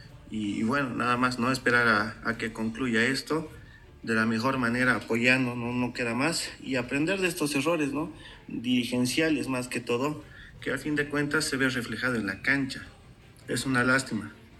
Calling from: Sucre, Chuquisaca, Bolivia; Un saludo desde la ciudad de Sucre.

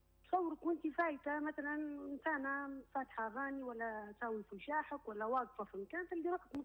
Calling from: Libya

